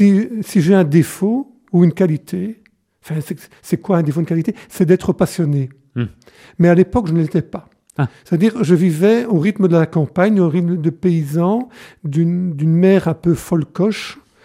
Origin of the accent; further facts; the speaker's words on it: Pottes, Wallonia, Belgium; born there; Alors, je suis né plutôt à Poth, donc c'est une petite ville à quelques kilomètres de Tournai, dans le Tournaisie donc. Et mes parents étaient fermiers, paysans, comme on dit. Et donc, je suis né en 1952